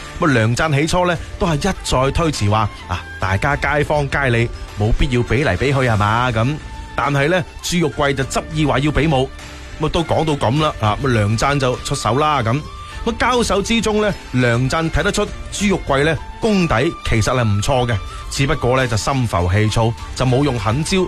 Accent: Foshan, Guangdong, China; 我哋佛山人

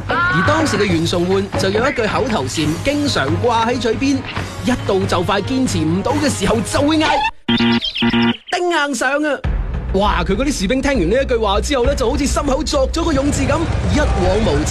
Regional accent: Guangdong, China; 我们广东人

